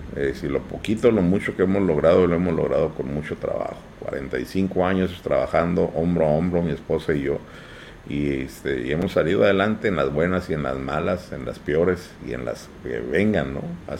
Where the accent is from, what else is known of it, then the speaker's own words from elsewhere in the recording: Mexico; pero pues somos mexicanos, sentimos orgullosos de lo que hacen nuestros jugadores